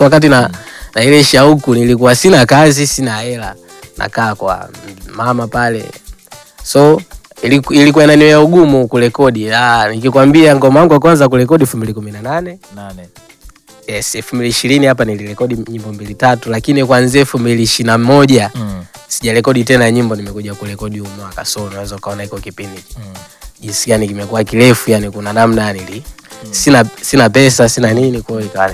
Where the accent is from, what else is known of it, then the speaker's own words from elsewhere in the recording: Ruangwa, Lindi, Tanzania; moved away as an adult; now in Dar es Salaam, Tanzania; 2019 nimetoka Ruangwa nimekuja Dar.